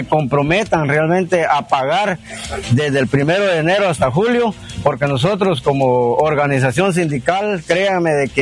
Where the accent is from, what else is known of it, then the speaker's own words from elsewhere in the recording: Petén, Guatemala; nosotros los peteneros tenemos una fortuna aquí en Petén